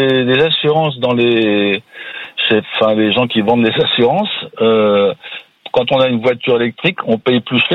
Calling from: Gorges, Pays de la Loire, France; Alors, j'habite à Gorges.

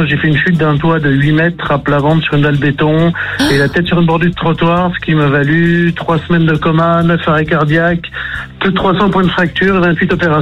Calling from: Toulouse, Occitanie, France; J'ai 48 ans et je suis à Toulouse.

